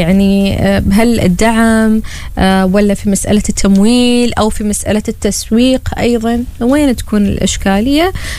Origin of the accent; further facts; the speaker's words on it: Oman; احنا ايضا كشباب عمانيين